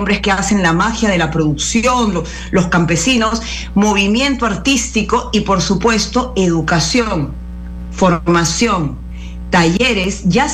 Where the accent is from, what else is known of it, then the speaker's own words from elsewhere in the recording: Peru; now in Charlotte, United States; más cuando digo que soy peruano.